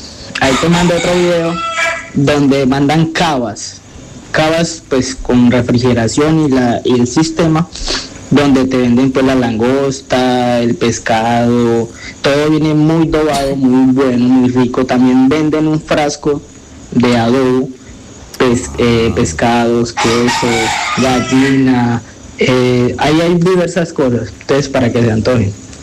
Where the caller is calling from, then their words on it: Carepa, Antioquia, Colombia; Yo soy de acá de Carepa.